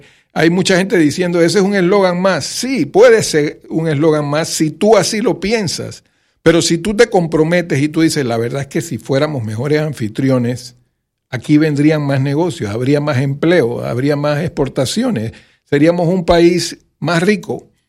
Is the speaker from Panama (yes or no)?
yes; Panama; qué somos los panameños